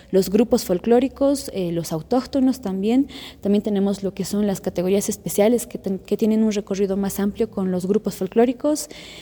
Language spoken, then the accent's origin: Spanish; Bolivia; nosotros como bolivianos tenemos el deber también de poder rescatar nuestra cultura